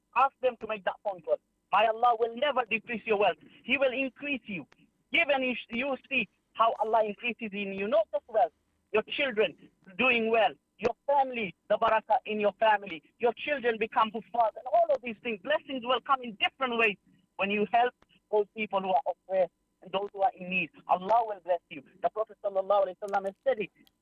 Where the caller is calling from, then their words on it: Peterborough, East of England, United Kingdom; I'm from Peterborough.